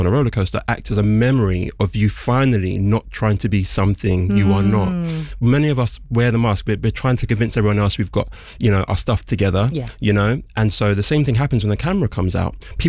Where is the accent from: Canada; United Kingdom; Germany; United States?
United Kingdom; being British